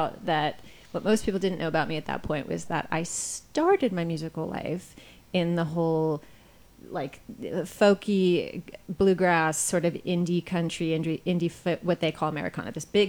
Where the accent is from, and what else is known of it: Los Angeles, California, United States; born or raised there; moved away as an adult; also born or lived in Berlin, Germany